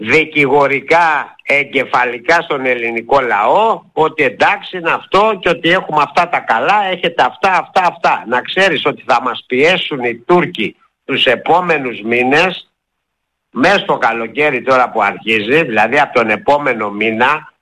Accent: Ermoupoli, South Aegean, Greece; Ευτυχώς που κατάγομαι από την Ερμούπολη της Σύρου που είναι η πρωτεύουσα των Κυκλάδων

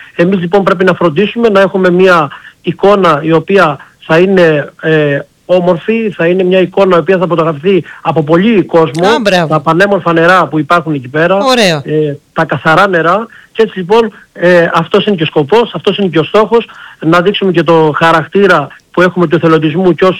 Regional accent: Heraklion, Crete, Greece; σαν Κρήτες και σαν Ηρακλειώτες

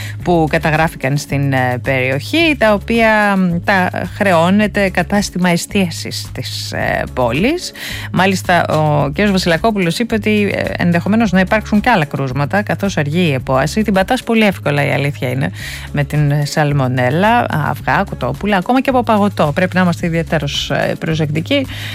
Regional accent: Lamia, Central Greece, Greece; Η πόλη μου, η Λαμία

